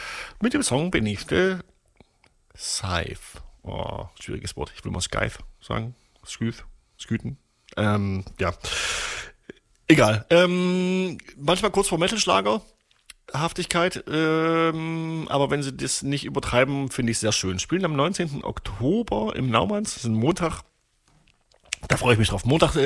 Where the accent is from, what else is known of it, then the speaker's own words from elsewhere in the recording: Torgau, Saxony, Germany; ich komme aus Torgau, das ist meine Heimatstadt. Meine Eltern, meine Mutter wohnt nicht weit weg vom Festivalgelände.